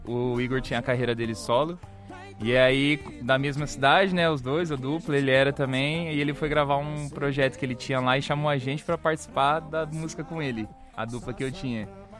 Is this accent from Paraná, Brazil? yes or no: yes; Maringá, Paraná, Brazil; born there; A gente é de Maringá